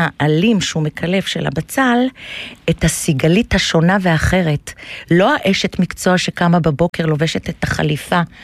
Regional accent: Tiberias, Northern District, Israel; born there; moved away as an adult; also born or lived in London; נולדתי בטבריה

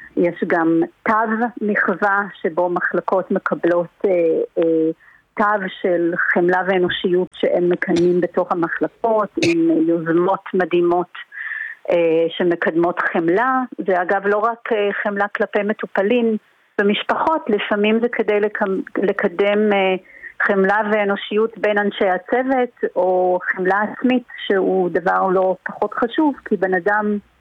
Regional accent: South Africa; now in Israel; אני לא גדלתי בארץ, גדלתי בדרום אפריקה

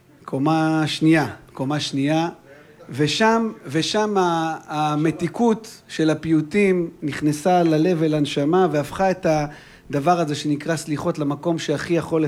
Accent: Netanya, Central District, Israel; יש בית כנסת קטנה בשוק, ברחוב שוהם 27, נכון. קוראים לתפארת ישראל. שם גדלנו.

